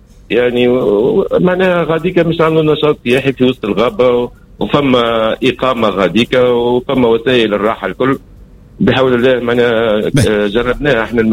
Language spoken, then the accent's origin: Arabic; Jordan; ناهيك انا مثلا من الاردن احنا يجينا العديد الاردنيين